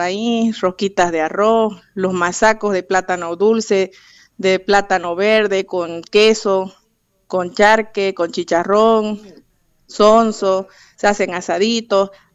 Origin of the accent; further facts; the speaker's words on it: Santa Cruz, Bolivia; born there; now in Yacuiba, Bolivia; el café típico cruceño, que lo hacemos año tras año ya, cada 24 de septiembre en honor a la tierra donde nacimos